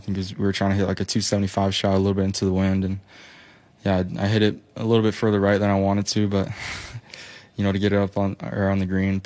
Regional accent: Hawaii, United States; now in Utah, United States; I take a lot of, you know, my roots, you know, from here in Utah, even though I'm from Hawaii. But, you know, I went to high school here, and now I'm obviously in college here in Utah.

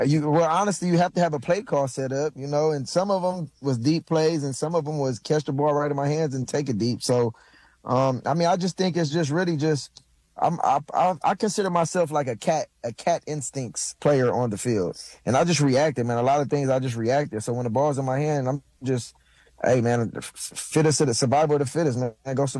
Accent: Los Angeles, California, United States; USC was right there in my backyard. I grew up in the Crenshaw district, and, you know, that was literally in my backyard

